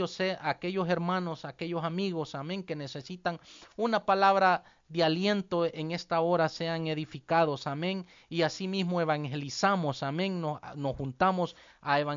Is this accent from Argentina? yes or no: no; El Salvador; moved away as an adult; nosotros crecimos, amén, en un país, amén, nosotros vivíamos en El Salvador, amén, nosotros somos salvadoreños, amén, pero vivíamos en un país, amén, como ya muchos conocen, con mucha delincuencia, amén, un país muy peligroso